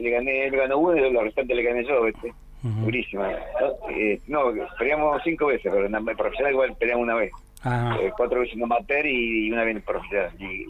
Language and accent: Spanish; Río Gallegos, Santa Cruz, Argentina; born there; also born or lived in Gobernador Gregores; Me inicié, yo soy nacido en Río Gallegos, y yo me inicié en Gobernador Gregores. Uh-huh. Con mi madre vivía allá